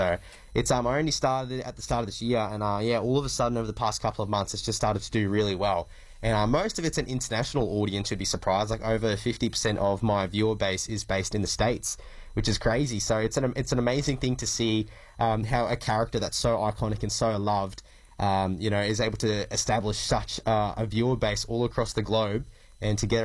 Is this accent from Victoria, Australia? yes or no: no; Mackay, Queensland, Australia; my hometown of Mackay